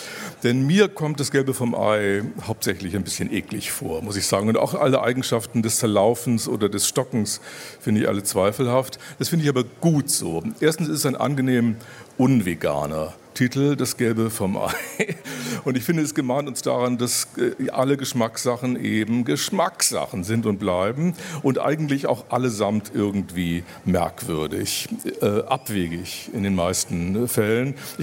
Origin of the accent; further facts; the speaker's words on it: Bremen, Germany; Also ich komme ja aus Bremen und muss sagen, ich habe mit dem Männertypus, der da beschworen wird, schon meine Schwierigkeiten.